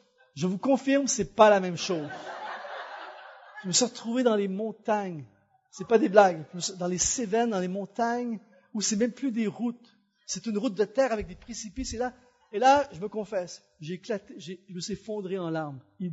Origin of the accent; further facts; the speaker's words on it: Quebec, Canada; accent: Québécois; Et là, je sors mon accent québécois. Mais vous pensez, je connais rien ici.